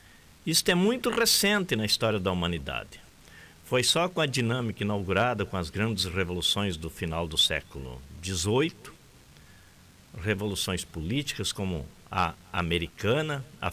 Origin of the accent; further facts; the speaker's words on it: Brazil; Nós, como brasileiros, nossa democracia é muito jovem.